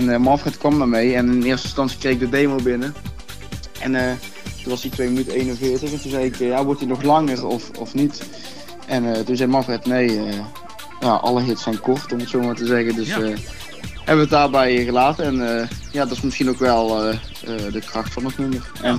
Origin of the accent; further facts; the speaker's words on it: Roosendaal, North Brabant, Netherlands; Dat woordspeling. Klopt. Ik kom uit Roosendaal.